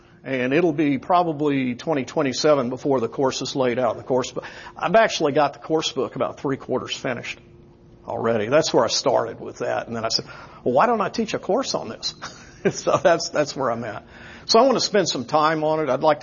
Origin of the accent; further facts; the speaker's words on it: South Carolina, United States; I grew up in South Carolina, which there was more activity.